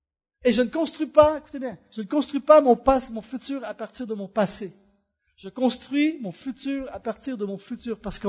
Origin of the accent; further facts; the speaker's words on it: Quebec, Canada; accent: Québécois; Et là, je sors mon accent québécois. Mais vous pensez, je connais rien ici.